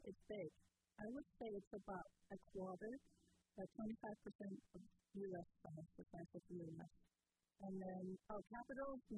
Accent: Greenland

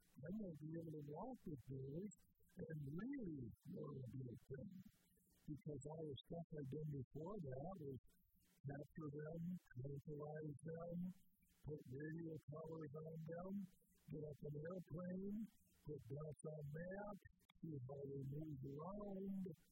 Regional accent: Florida, United States; I grew up in Florida

